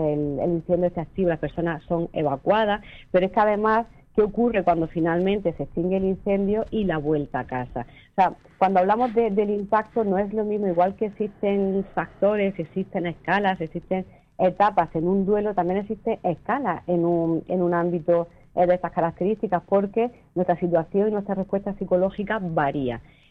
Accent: Vélez-Rubio, Andalusia, Spain; Además, yo soy de Vélez Rubio, relativamente cerca.

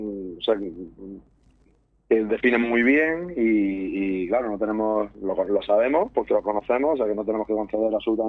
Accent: Aguadulce, Andalusia, Spain; Yo soy de Agua Dulce toda la vida. Yo jugué en Agua Dulce cuando era un niño

